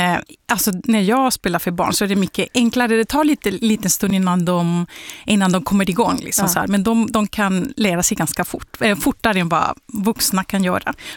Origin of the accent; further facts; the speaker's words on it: Cali, Valle del Cauca, Colombia; Swedish is a second language; now in Sweden; Jag kommer från Colombia, Cali, Colombia, och då växte jag upp med att lyssna mycket på salsa.